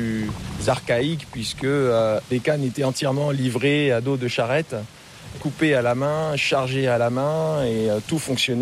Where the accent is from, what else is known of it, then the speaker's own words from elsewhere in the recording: Marie-Galante, Guadeloupe, France; moved away as an adult; Oui, alors moi j'ai grandi à Marie-Galante, absolument, ouais, toute mon enfance, jusqu'à la 5e où je suis parti ensuite en Guadeloupe, au collège Carnot et puis ensuite le lycée Jardin d'Essai. Et après, les études supérieures en métropole.